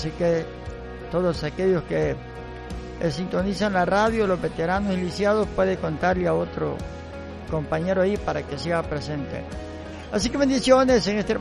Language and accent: Spanish; Soledad Mienguera, Morazán, El Salvador; now in Delicias de Concepción, El Salvador; Somos originarios de Cantón Soledad Mienguera, pero pues vivimos en la zona de Delicias de Concepción.